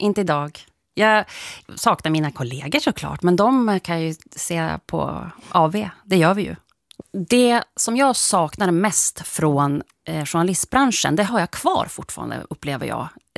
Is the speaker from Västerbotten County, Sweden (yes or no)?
yes; Sävar, Västerbotten County, Sweden; När jag växte upp i Sävar så jag tillbringade nästan all min vakna tid ute i skogen